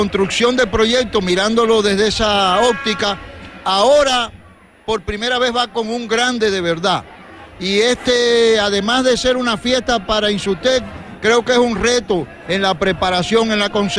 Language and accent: Spanish; Cuba; moved away as an adult; now in Quevedo, Ecuador; Yo soy del oriente de Cuba, de la llamada zona caliente, del oriente donde nació el son, donde se cultiva la música. Fui en Cuba director de espectáculos